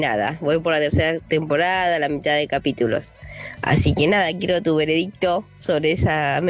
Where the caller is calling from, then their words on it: Moreno, Buenos Aires Province, Argentina; de Moreno